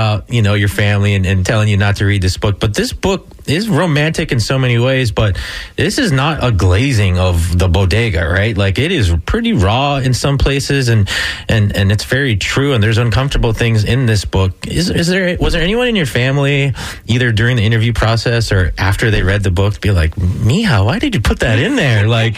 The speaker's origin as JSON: {"language": "English", "region": "Hawaii", "country": "United States", "tie": "born there", "said": "My parents are from the Philippines. So I was born in Hawaii."}